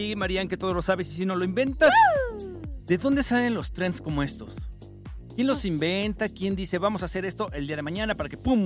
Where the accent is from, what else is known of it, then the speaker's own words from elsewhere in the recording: Mexico; en México estamos celebrando las fiestas patrias